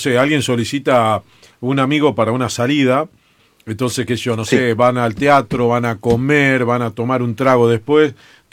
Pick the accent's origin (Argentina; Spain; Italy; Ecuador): Argentina